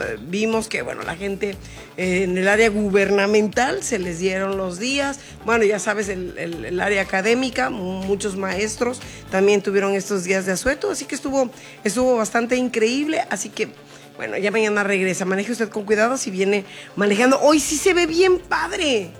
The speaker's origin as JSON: {"language": "Spanish", "region": "Puebla", "country": "Mexico", "moved": "yes", "said": "Como buenos poblanos, la verdad que súper bien la batalla de Puebla."}